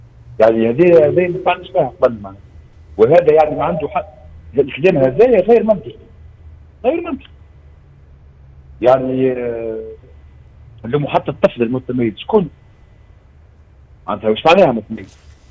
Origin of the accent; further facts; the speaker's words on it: Tunisia; اللي عندنا في تونس